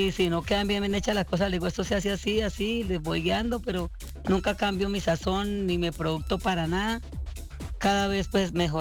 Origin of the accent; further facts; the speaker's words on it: Chaparral, Tolima, Colombia; dibujo como si era un festival de un pueblo, como yo soy de Chaparral, allá se hacen las ferias.